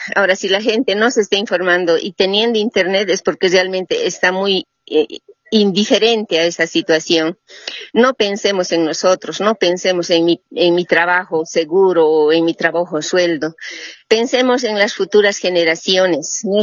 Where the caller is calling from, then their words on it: Cochabamba, Bolivia; de Cochabamba.